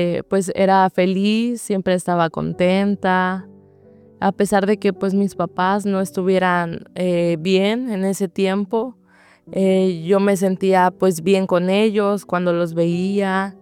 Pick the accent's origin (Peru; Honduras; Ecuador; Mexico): Mexico; Monterrey, Nuevo León; Tengo 17 años de edad. Yo vengo de Monterrey, Nuevo León.